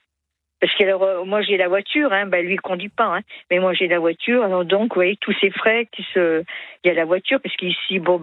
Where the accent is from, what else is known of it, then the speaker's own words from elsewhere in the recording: Vallon-Pont-d'Arc, Auvergne-Rhône-Alpes, France; Je suis plutôt issue de l'Ardèche.